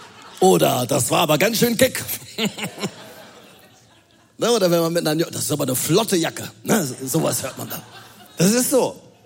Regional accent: Germany; gerade ich als Deutscher mit Migrationshintergrund.

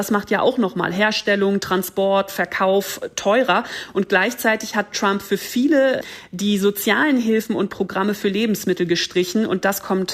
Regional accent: Germany; now in New York, United States; Ja, ich muss auch sagen, für mich als Deutsche fällt dann natürlich jedes Lidl- und Aldi-Schild sofort ins Auge.

